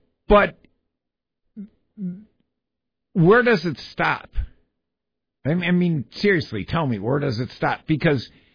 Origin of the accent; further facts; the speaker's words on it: Wisconsin, United States; I grew up in Wisconsin.